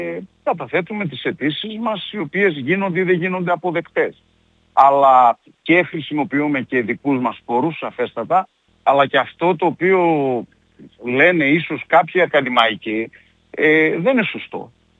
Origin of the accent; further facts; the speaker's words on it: Thessaloniki, Central Macedonia, Greece; now in Komotini, Greece; λόγω της καταγωγής της δικιάς μου, επειδή είμαι Θεσσαλονικιός